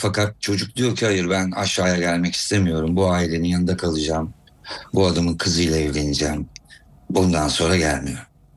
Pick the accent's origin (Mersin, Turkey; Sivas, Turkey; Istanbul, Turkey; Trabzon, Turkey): Istanbul, Turkey; Ve İstanbul'da bir Rum köyüne yerleşiyorlar. Bu köy bir Rumların gönderilip Selaniklilerin getirildiği Kadıköy'e çok yakın bir köy. Ben orada doğdum. Böyle bostanlarla çevrili, işte akarsular, yemyeşil her taraf çok güzel bir yerdi.